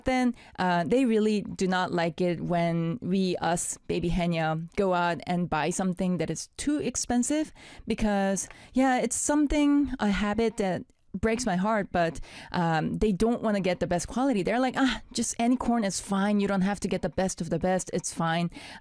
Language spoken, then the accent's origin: English; Daejeon, South Korea; because in Daejeon, my hometown, I remember back in my childhood days, my mom would cook it with a little bit of like sweetener or some salt